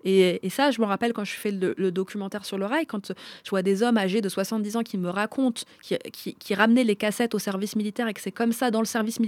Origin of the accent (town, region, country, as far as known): Paris, Île-de-France, France; born or raised there